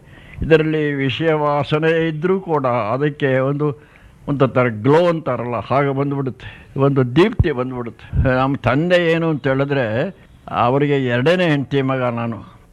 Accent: Melkote, Karnataka, India; born there; ನಾನು ಮೇಲ್ಕೋಟೆಯಲ್ಲಿ ಹುಟ್ಟಿದೆ.

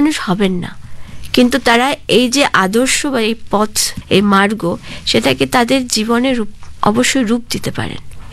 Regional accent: India

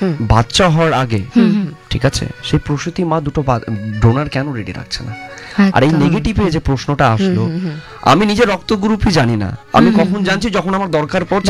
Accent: West Bengal, India; first language Bengali; আমার নিজের রাজ্যে পশ্চিমবাংলায় আমি প্রচুর সাপোর্ট পেয়েছি

